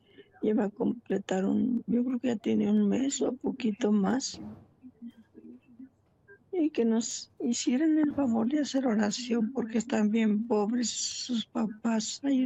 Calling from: Quiroga, Michoacán, Mexico; Estoy llamando de Quiroga

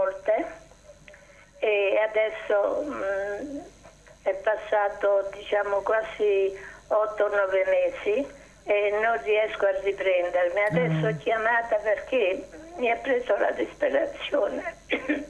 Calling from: Rome, Lazio, Italy

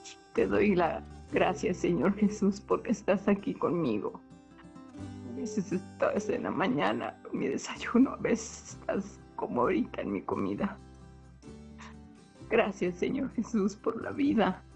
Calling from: Guadalajara, Jalisco, Mexico; de aquí de Guadalajara.

